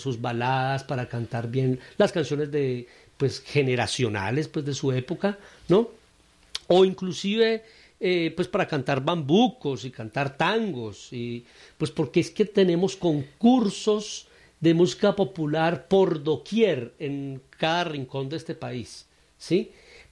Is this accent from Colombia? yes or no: yes; Colombia; now in Medellín, Colombia; nosotros no tenemos un solo teatro en Colombia de ópera.